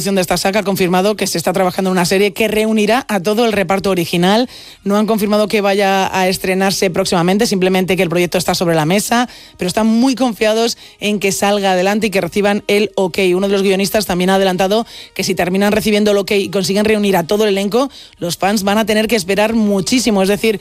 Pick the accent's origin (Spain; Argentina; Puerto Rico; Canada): Canada; Vancouver, British Columbia; Efectivamente, yo soy muy de Vancouver